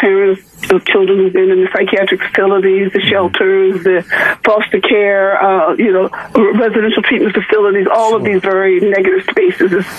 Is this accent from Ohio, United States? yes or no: no; Philadelphia, Pennsylvania, United States; also born or lived in Manhattan, New York; I'm from North Philly.